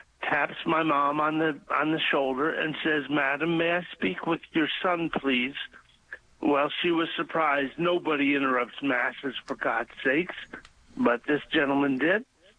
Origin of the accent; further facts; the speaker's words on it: the South, United States; accent: Southern; But when I've called you in the past, I sound like a Southern guy.